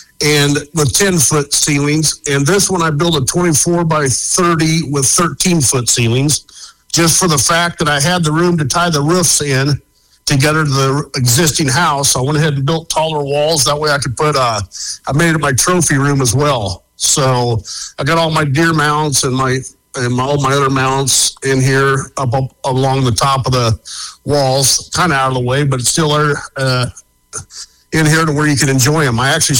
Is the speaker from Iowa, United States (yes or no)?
yes; Indianola, Iowa, United States; the wife and I had moved to town where I grew up out here in Indianola, south of Des Moines